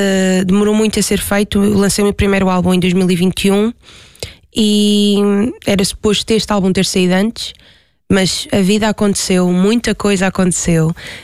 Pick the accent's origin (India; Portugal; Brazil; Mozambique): Portugal; Ponta do Sol, Madeira; moved away as an adult; now in Lisbon, Portugal; Então, eu sou da Ponta de Sol da Madeira, a Ilha da Madeira. Tenho 27 anos.